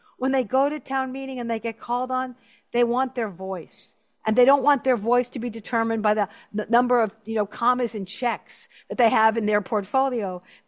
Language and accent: English; New Hampshire, United States; he knew I was from New Hampshire.